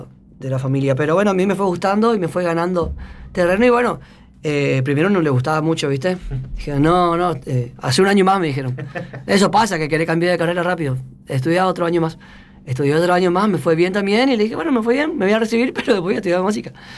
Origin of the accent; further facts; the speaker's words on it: El Colorado, Formosa, Argentina; moved away as an adult; now in Corrientes, Argentina; No, yo soy del Colorado, Formosa. Vine en el 2008 a estudiar.